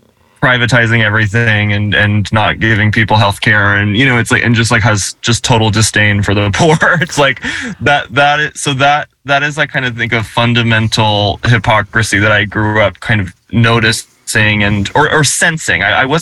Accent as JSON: {"language": "English", "region": "Tennessee", "country": "United States", "tie": "born or raised there", "said": "ever since I was a kid mm-hmm. growing up in Tennessee"}